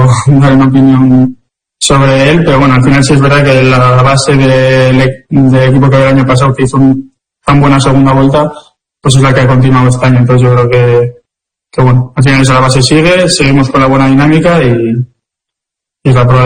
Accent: Basque Country, Spain; al final somos somos vascos

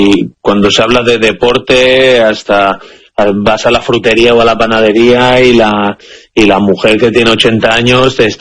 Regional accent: Spain; La verdad que yo soy español, iré con España

